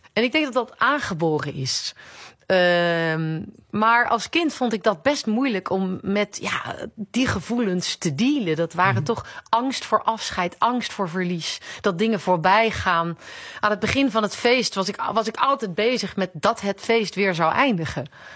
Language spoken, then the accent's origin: Dutch; Zeist, Utrecht, Netherlands; also born or lived in Deventer; Maar ik ben echt geboren Deventer, opgegroeid in Zeist.